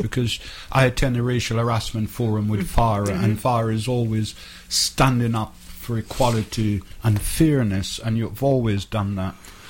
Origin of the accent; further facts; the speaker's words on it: Jamaica; now in Brighton, United Kingdom; although I come from Jamaica, I think Brighton's a wonderful place. And I've never been anywhere else.